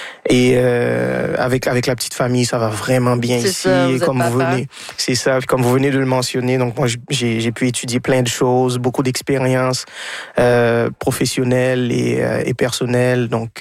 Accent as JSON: {"language": "French", "country": "Haiti", "tie": "born or raised there", "moved": "as an adult", "lives_now": "Quebec, Canada"}